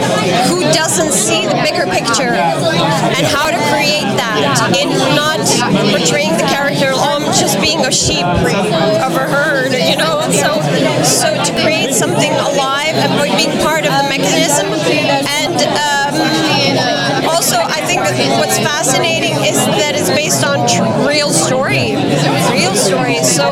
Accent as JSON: {"language": "English", "country": "Lithuania", "said": "I'm from Lithuania"}